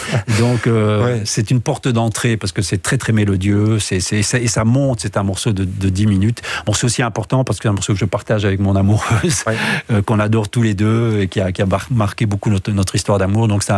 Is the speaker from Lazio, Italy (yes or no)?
yes; Rome, Lazio, Italy; Voilà, je suis originaire en fait de Rome.